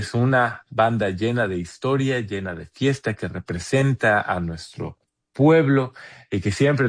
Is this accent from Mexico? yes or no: yes; Mérida, Yucatán, Mexico; moved away; Esa es una playera que vino de Chichén Itzá, que es además mi región. Yo soy de Yucatán.